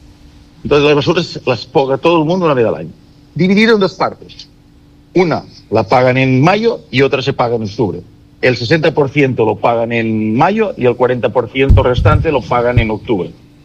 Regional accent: Spain; now in Quevedo, Ecuador

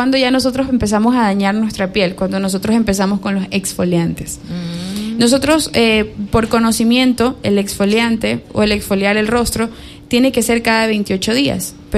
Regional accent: Manabí, Ecuador; mi mamá es del campo, yo soy de Manabí

